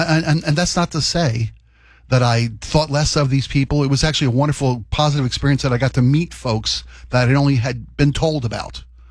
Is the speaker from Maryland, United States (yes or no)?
yes; Baltimore, Maryland, United States; I was born in a city that was very, very racially divided. Baltimore in the late 60s.